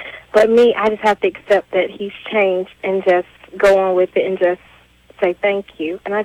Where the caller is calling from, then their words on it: United States; I'm calling from Carolina.